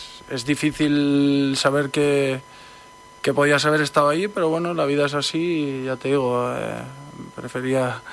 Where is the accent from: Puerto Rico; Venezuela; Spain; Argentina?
Spain; Porque soy español y quiero que gane un español